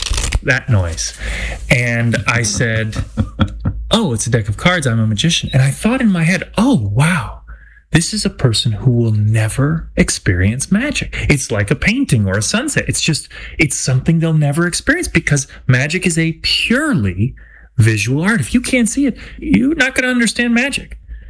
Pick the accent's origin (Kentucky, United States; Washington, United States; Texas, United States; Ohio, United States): Ohio, United States; Cleveland; my hometown, been cheering them on since I was 6 years old, the Cleveland Guardians